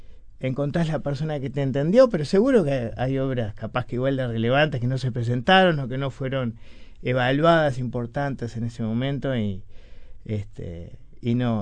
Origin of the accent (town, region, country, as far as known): Montevideo, Uruguay; born there